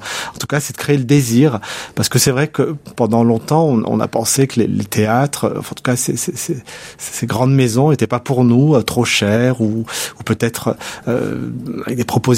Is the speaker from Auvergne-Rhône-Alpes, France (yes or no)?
yes; Saint-Priest, Auvergne-Rhône-Alpes, France; also born or lived in Lyon; D'ailleurs, je vis toujours à Saint-Priest. Effectivement, je suis né à Lyon, mais j'ai toujours vécu à Saint-Priest. Donc, je connais ses rues, ses habitants.